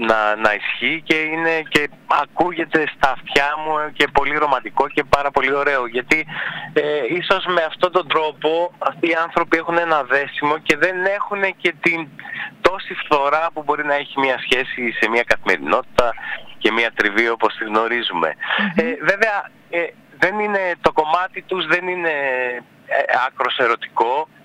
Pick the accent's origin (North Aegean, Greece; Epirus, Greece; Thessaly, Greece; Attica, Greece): North Aegean, Greece; Karlovasi; born there; δεν είμαι Σαμιώτης, αλλά έχω γεννηθεί στη Σάμο.